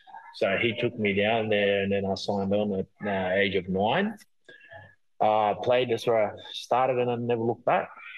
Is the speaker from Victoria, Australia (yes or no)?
no; Queensland, Australia; it's still in Australia, it wasn't a reality, because you live, well, you know yourself, when you're growing up in the Tablelands, it's very small.